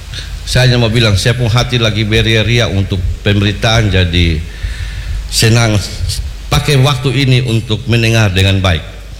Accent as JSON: {"language": "Indonesian", "area": "Alor", "region": "East Nusa Tenggara", "country": "Indonesia", "moved": "yes", "said": "Kami orang Alor tidak tersinggung"}